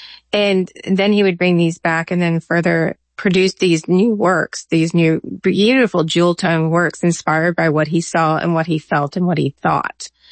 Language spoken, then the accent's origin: English; Georgia, United States; now in Louisiana, United States; I'm from the East Coast South. I'm from Georgia. And when I moved here